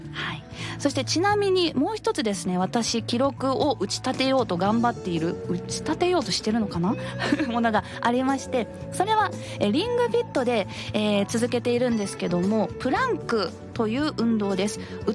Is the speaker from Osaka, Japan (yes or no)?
no; Mie, Japan; 私は三重県出身なんですが、伊勢路を走っている駅伝をよく見に行っておりました。